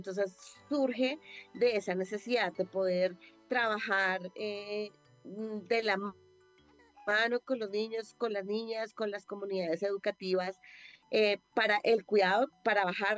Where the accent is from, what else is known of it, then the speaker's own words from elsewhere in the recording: Bogotá, Colombia; also born or lived in Boyacá, Colombia; yo nací en un pueblo de Boyacá, en una vereda. Yo soy colombiana, me trajeron muy pequeña a Bogotá y pues casi que soy de Bogotá por crianza.